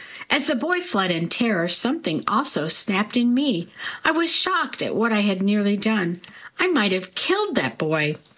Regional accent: Detroit, Michigan, United States; since I was growing up in Detroit's inner city.

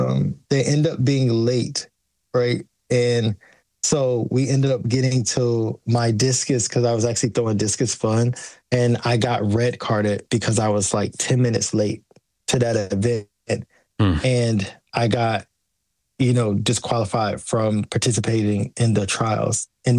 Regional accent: United States

